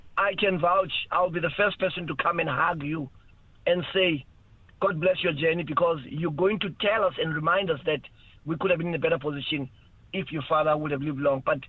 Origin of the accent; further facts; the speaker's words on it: Port Elizabeth, Eastern Cape, South Africa; I'm in PE, born and bred. In fact, I was born in Cape Town, then I grew up in PE.